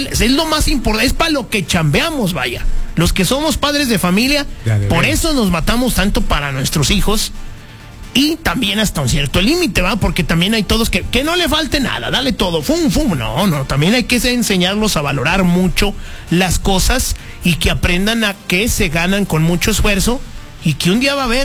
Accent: Mexico; así somos todos los mexicanos

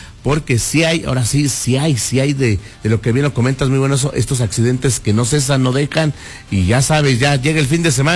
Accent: Mexico; como buen mexicano festejamos todo, aunque nos quejemos.

